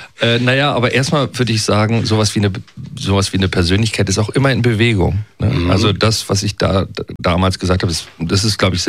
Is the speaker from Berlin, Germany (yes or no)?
yes; Berlin, Germany; Also, aber ich bin in West-Berlin geboren im Klinikum Steglitz, also in Steglitz und aufgewachsen.